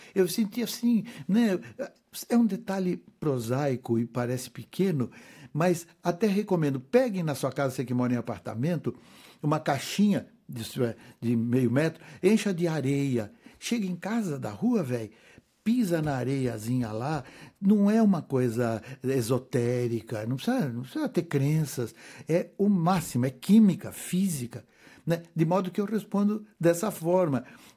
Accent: São Paulo, Brazil; E eu nasci na Lapa, próximo daqui, né?

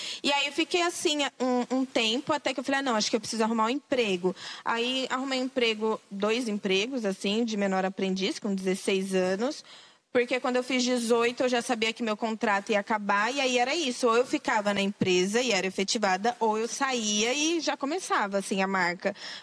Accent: Mogi das Cruzes, São Paulo, Brazil; Eu sou de César de Souza, Mogi das Cruzes, e lá não tinha muito acesso, assim, ao teatro.

